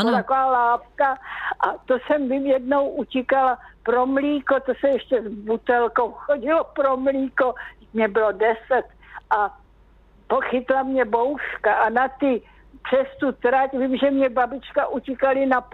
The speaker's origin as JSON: {"language": "Czech", "town": "Přelouč", "region": "Pardubice Region", "country": "Czechia", "said": "Já jsem byla z Přelouče, nikdy jsme žádný prázdniny, to byla válka"}